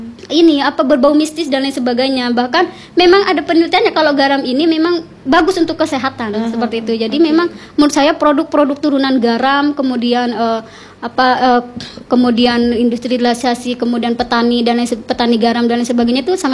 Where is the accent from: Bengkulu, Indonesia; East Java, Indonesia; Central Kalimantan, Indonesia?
East Java, Indonesia; Madura; sebagai warga Madura